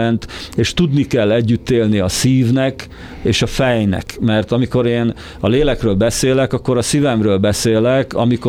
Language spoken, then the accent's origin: Hungarian; Hungary; born there; ezzel a lelki identitással, amivel ide születtem, magyarnak születtem, Magyarországra születtem. Én hazajöttem ide.